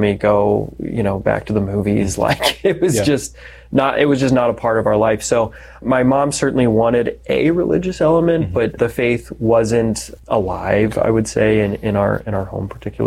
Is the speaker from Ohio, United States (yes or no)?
no; Denver, Colorado, United States; I'm from Denver, Colorado. Was baptized. Thanks be to God. I was baptized as a Catholic, but was not raised as a Catholic. Was just brought up. I was like your absolute standard American secular young man. So I was brought up in just outside of Denver.